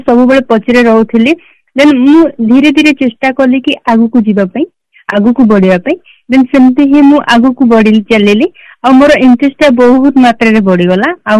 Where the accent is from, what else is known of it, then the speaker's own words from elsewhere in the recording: Kangarapada, Odisha, India; ମୋ ବ୍ଲକ ହେଉଛି ଲମତାପୁର, ମୋ ଗାଁ ହେଉଛି କାଙ୍ଗରାପଡ଼ା, ଆଉ ମୋ ଡିଷ୍ଟ୍ରିକ୍ଟ ହେଉଛି କୋରାପୁଟ।